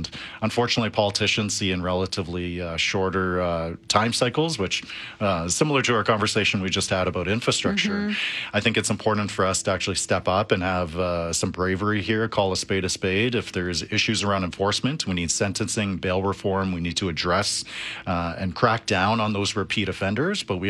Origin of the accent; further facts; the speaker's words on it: Calgary, Alberta, Canada; It's like for me, growing up in Forest Lawn, Dover, East Calgary, things could have gone a lot different for me